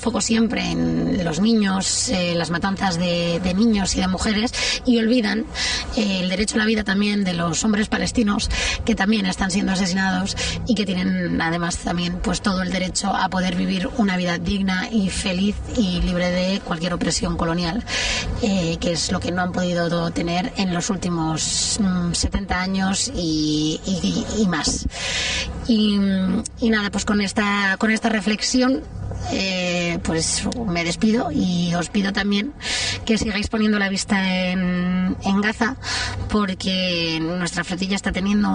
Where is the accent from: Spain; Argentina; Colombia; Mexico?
Spain; Madrid, Community of Madrid; now in Mallorca, Spain; soy madrileña, ahora mismo viviendo en Mallorca